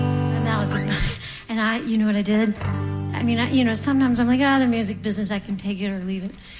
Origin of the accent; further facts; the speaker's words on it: North Carolina, United States; moved away; my hometown in North Carolina